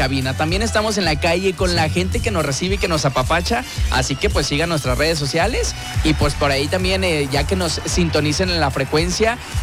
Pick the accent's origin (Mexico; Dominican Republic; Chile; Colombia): Mexico; Guadalajara, Jalisco; now in Ciudad Juárez, Mexico; Yo soy tapatío, nací en Guadalajara. Ajá. Tengo apenas 9 mesecitos por acá por Ciudad Juárez